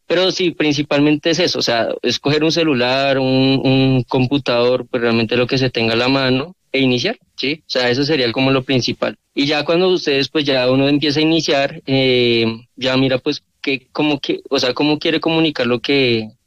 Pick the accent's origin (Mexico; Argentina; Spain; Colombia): Colombia; aquí siendo colombiano